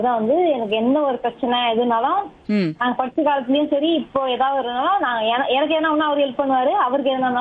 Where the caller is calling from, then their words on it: Chennai, Tamil Nadu, India; மேடவாக்கத்துல இருந்து